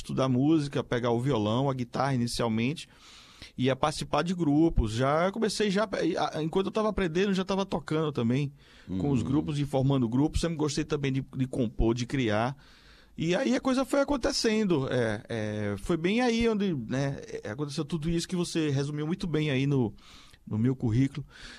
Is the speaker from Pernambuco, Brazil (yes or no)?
yes; Recife, Pernambuco, Brazil; born there; also born or lived in Garanhuns; Eu nasci no interior, né, em Garanhuns, Agreste de Pernambuco.